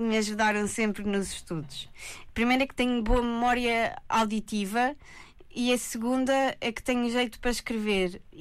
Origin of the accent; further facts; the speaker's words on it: Mangualde, Viseu, Portugal; moved away as an adult; now in Santa Maria Island, Azores, Portugal; Sou de Mangualde, uma cidade no distrito de Viseu.